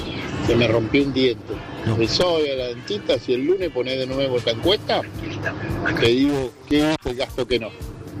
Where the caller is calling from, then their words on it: Lanús, Buenos Aires Province, Argentina; de Lanús, acá laburando.